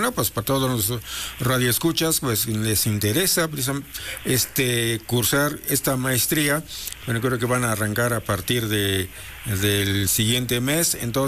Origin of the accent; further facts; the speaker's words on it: Mexico; first language Mixtec; Ahora empezamos yo empiezo con mi lengua materna, que es el mixteco.